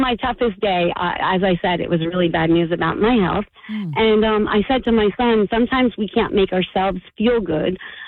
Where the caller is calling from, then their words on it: Howell, New Jersey, United States; Hey, hi. I'm from Howell.